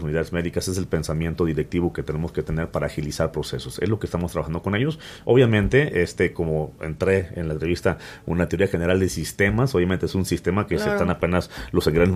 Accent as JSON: {"language": "Spanish", "town": "Mexicali", "region": "Baja California", "country": "Mexico", "said": "Yo vengo de Baja California, allá estaba, ¿no? En Baja California."}